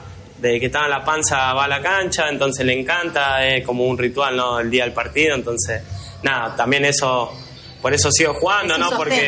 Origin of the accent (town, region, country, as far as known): Quilmes, Buenos Aires Province, Argentina; born there